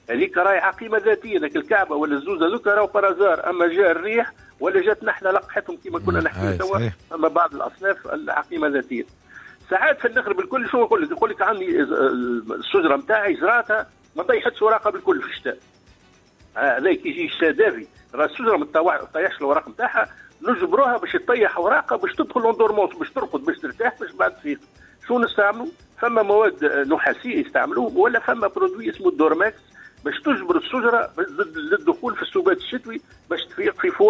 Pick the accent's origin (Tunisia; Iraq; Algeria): Tunisia; Sahel; ما نلقاهمش هنا في الساحل نلقاهم الا في الشمال. صنف وحيد يمشي عندنا في الساحل اسمه بوعرقوب